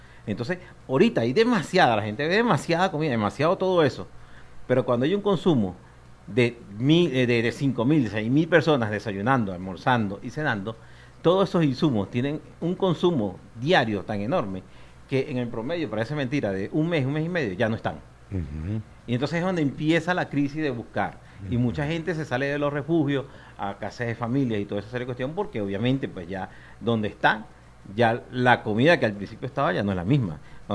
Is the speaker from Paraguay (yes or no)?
no; Caracas, Capital District, Venezuela; now in Mérida, Venezuela; yo soy caraqueño.